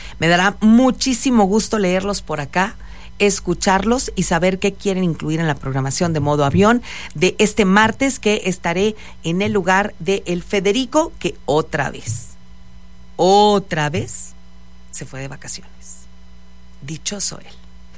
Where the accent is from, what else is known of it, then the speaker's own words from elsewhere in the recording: Mexico; soy mexicana, vivo en México, claro está.